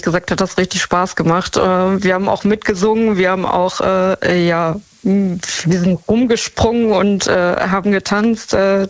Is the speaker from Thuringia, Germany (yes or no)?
no; Dortmund, North Rhine-Westphalia, Germany; Aus Dortmund.